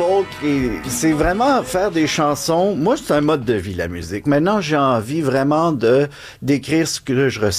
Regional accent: Quebec, Canada; Parce que j'habite, moi, on vient des Laurentides … j'habite là

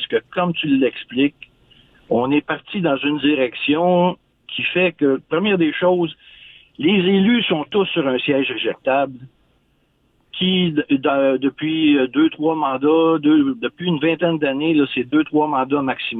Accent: Saint-Hyacinthe, Quebec, Canada; Ben, j'ai toujours demeuré à Saint-Hyacinthe. Ça fait plus de 60 ans que je suis à Saint-Hyacinthe.

